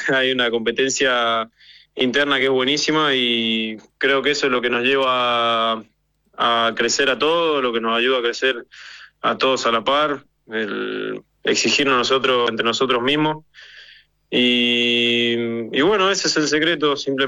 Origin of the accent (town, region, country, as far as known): Mendoza, Argentina